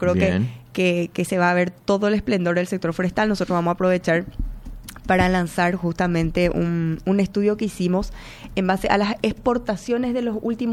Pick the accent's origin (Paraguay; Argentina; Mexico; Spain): Paraguay; como paraguaya, para mí es un tremendo orgullo